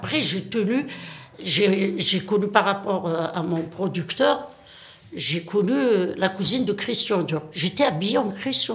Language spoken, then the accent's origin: French; Tizi Ouzou, Tizi Ouzou Province, Algeria; moved away; je venais de Tizi Ouzou.